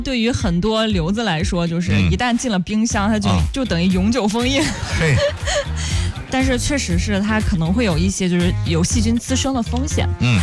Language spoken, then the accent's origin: Chinese; Henan, China; 咱们河南人不是喜欢吃甜粽吗？